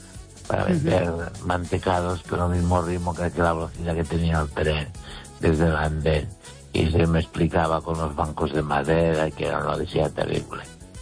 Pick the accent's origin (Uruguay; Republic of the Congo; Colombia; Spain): Spain; Galicia; Y mi pueblo está a unos 9 kilómetros 8 de Los Peares. Está en la base de la montaña.